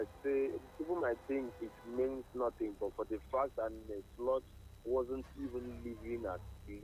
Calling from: Lagos, Nigeria; calling from Lagos.

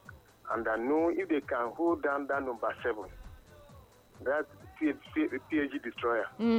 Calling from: Lagos, Nigeria; I'm calling from Yaba.

